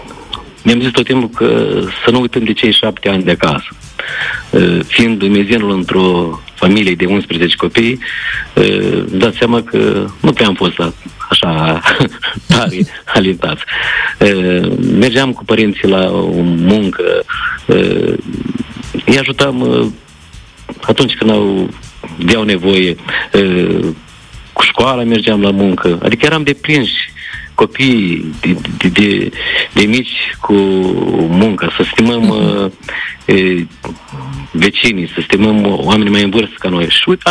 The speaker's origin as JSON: {"language": "Romanian", "town": "Verejeni", "region": "Telenești District", "country": "Moldova", "tie": "born or raised there", "said": "de Verejeni, satul meu de Baștină, din raionul Telenești, unde m-am născut și am crescut, unde am umblat de scurs prin iarbă, un sat frumos, pitoresc, din inima Moldovei"}